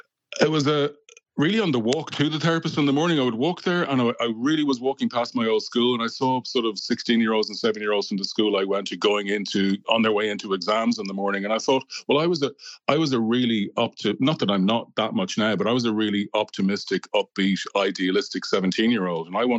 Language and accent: English; Dublin, Leinster, Ireland; accent: Dublin; now in Glasgow, United Kingdom; I'm talking to you from Glasgow today, where I work at a university, the University of Strathclyde. But my accent is very much from Dublin, and I imagine that I'm culturally Irish still.